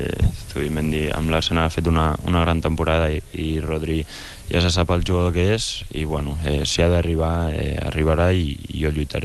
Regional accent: Berga, Catalonia, Spain; born there; aquí al meu poble, que és aquí on ho tinc tot.

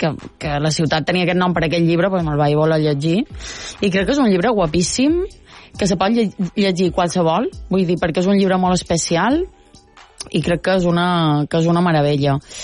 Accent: Mallorca, Balearic Islands, Spain; now in Barcelona, Spain; la gent que som de Mallorca i vivim a Barcelona

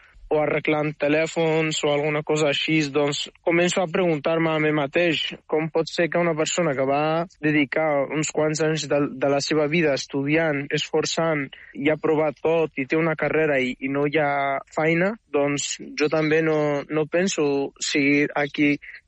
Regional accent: Morocco; now in Spain; Com a emigrant marroquí, sí, sincerament.

